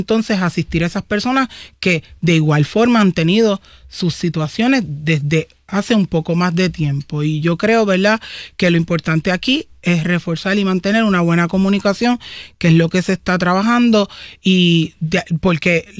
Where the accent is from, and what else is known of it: Gurabo, Puerto Rico